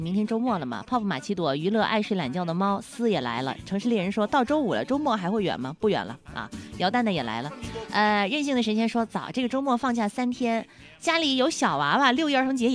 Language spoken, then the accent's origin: Chinese; Hunan, China; accent: Hunan dialect; 我们湖南话就是有这么大的感染力啊。